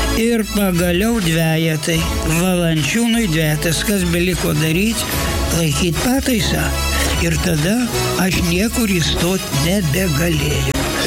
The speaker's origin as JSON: {"language": "Lithuanian", "town": "Veisiejai", "region": "Alytus County", "country": "Lithuania", "tie": "born there", "lives_now": "Utena, Lithuania", "said": "Na, nors esu dabar uteniškis, tačiau iš tikrųjų gimiau Dzūkijoje, tokiame garsiame Veisiejų miestelyje. Nes, o vėliau gyvenau jau Utenos rajone"}